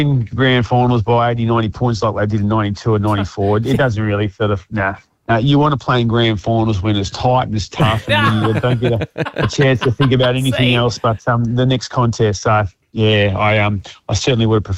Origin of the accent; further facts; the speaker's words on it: Bassendean, Western Australia, Australia; I'm a boy from Bassendean growing up, just dreaming one day of hopefully playing AFL footy